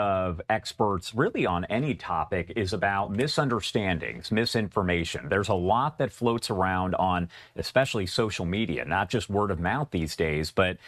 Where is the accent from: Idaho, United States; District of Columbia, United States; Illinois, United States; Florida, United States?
Florida, United States; I'm from Florida, and this is probably the least active season I've seen in quite a while.